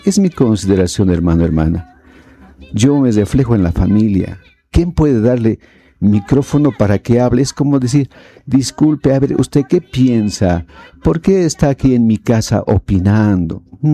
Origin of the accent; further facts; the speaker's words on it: Bolivia; nosotros nos conocemos como bolivianos y podemos arreglar, mal o bien